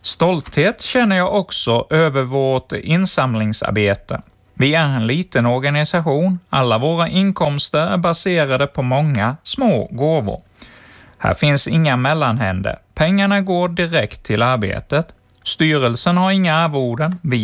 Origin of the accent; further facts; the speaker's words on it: Brazil; Swedish is a second language; Jag som brasilianare borde vara van vid hettan, men under mina år i Sverige har jag börjat älska hösten.